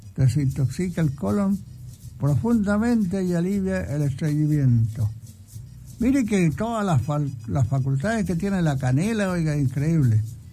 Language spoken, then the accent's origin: Spanish; Chile; Para eso somos chilenos.